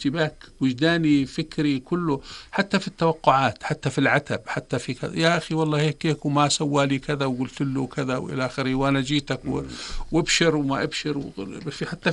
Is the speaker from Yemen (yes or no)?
no; Jordan; احنا في عندنا في الاردن